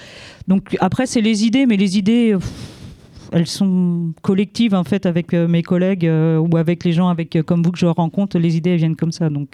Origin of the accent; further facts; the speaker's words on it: Pays de la Loire, France; moved away as an adult; now in Laval, France; Moi, je suis de Loire-Atlantique et je comptais pas quitter ma Loire-Atlantique.